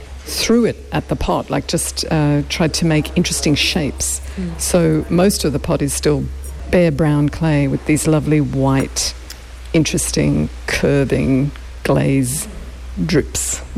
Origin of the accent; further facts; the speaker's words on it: Brisbane, Queensland, Australia; I grew up in Brisbane.